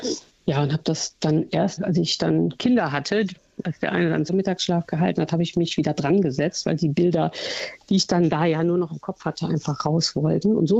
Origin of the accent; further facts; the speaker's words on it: Eifel, Germany; accent: Eifel dialect; moved away as an adult; also born or lived in Marburg; now in Cologne, Germany; ich komme nun mal aus der Eifel, das lässt sich auch nicht leugnen. Das hört man vielleicht auch manchmal, wenn ich ein bisschen schneller spreche hier an meinem Dialekt.